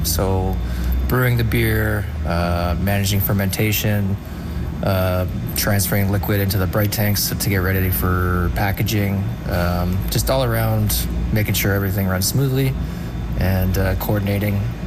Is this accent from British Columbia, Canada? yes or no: yes; Revelstoke, British Columbia, Canada; growing up, I grew up in Revelstoke, BC.